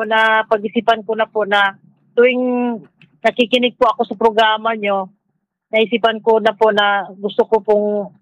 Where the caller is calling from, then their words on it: Gingoog, Northern Mindanao, Philippines; Singog City.